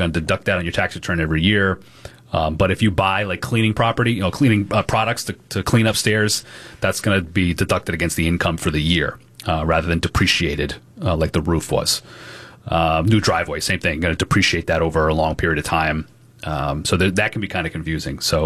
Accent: Rhode Island, United States; I know here in Rhode Island, my home state, there are different standards for two-family buildings versus, you know, three- or four-family units.

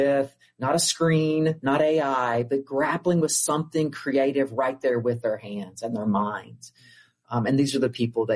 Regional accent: Arkansas, United States; moved away; I grew up in Arkansas. We did not play hockey or get on ice ponds.

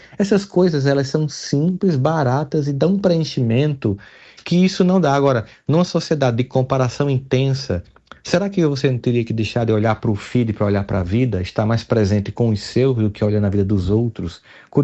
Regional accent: Campina Grande, Paraíba, Brazil

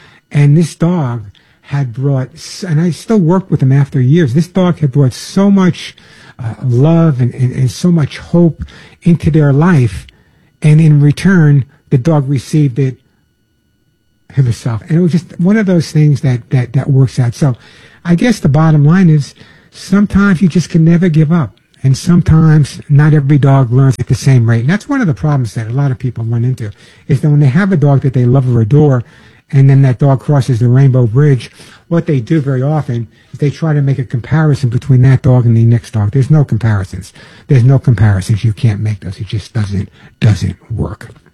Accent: New York, United States; accent: New York

